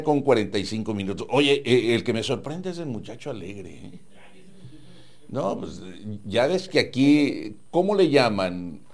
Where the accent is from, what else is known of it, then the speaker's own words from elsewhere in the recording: Tijuana, Baja California, Mexico; also born or lived in Nayarit; Nací, pero yo soy más tijuanense que el agua de la presa, ¿eh?